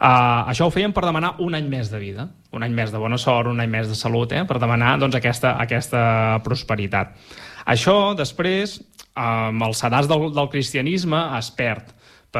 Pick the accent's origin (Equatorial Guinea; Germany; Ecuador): Germany; Munich, Bavaria; jo sóc aquí de Múnich de tota la vida.